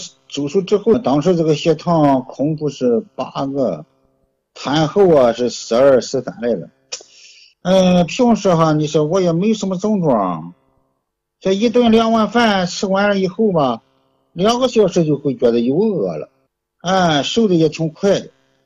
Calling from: Jinan, Shandong, China; 山东济南的，今年58岁。

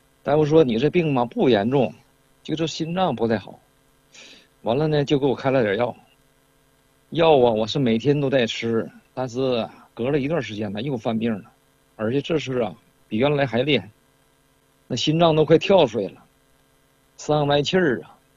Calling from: Shenyang, Liaoning, China; 我是沈阳的。

